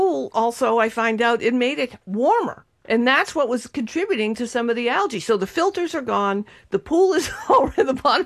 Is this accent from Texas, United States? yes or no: no; Revere, Massachusetts, United States; growing up in Revere, and because we were next to the train tracks and there were all this Massport, occasionally we would get money to upgrade our little shack that we lived